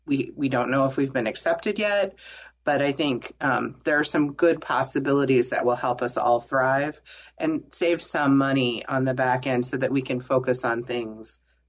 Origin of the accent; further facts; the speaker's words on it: Nebraska, United States; I'm from Nebraska, and and Nebraska has a statewide network.